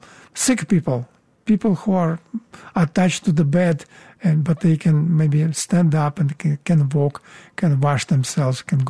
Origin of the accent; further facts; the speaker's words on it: Siberia, Russia; English is a second language; This is my childhood. Siberia childhood.